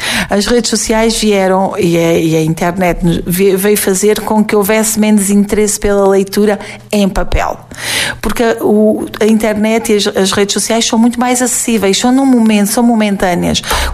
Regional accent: Avis, Alentejo, Portugal; é o meu conselho, é a minha terra.

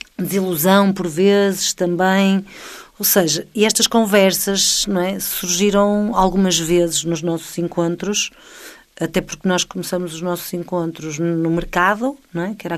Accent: Mirandela, Bragança, Portugal; born there; now in Porto, Portugal; porque eu nasci em Mirandela e vim viver aqui para a cidade aos 89 anos de idade, e enquanto vivia no Porto, os meus avós transmontanos também tinham esta sensação, não é? Eu sentia-me transmontana, eu nasci em Trás-os-Montes.

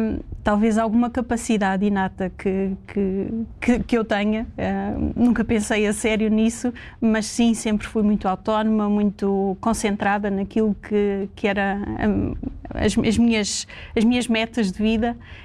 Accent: Seixal, Lisbon, Portugal; also born or lived in Barreiro; now in Lisbon, Portugal; Nunca vivi no Barreiro, toda a minha vida eu cresci no Seixal, apesar de há 15 anos atrás me ter mudado para Lisboa, mas cresci sempre no Seixal.

